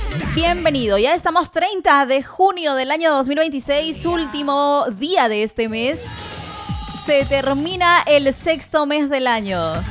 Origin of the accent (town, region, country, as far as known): Peru